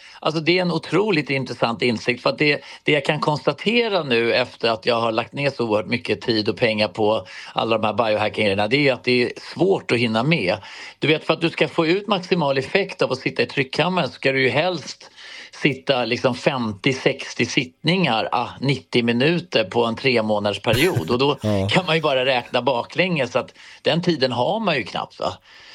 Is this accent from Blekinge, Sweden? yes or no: yes; Karlshamn, Blekinge, Sweden; moved away; jag är ju född och uppvuxen i Karlshamn i en så här Astrid Lindgren-värld med, du vet, mamma odlade grönsaker och man gick ut och hämtade potatis och vi hade ägg och man kunde liksom få lammkött och hade egen grisa